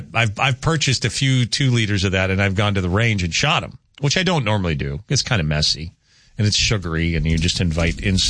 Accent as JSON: {"language": "English", "town": "Crookston", "region": "Minnesota", "country": "United States", "tie": "born or raised there", "said": "Growing up in Crookston, we used to go to the candy store called Widman's, and we used to get old-fashioned Cokes with chocolate syrup."}